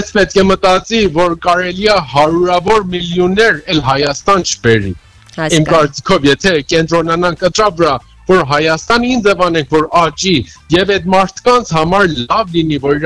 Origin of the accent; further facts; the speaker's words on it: Iran; now in Yerevan, Armenia; Ես Երևանում եմ եւ Իրանից եմ եկել։